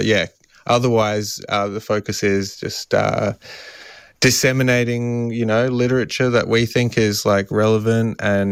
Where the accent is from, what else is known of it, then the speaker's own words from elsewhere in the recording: Adelaide, South Australia, Australia; when I was young and growing up in Adelaide.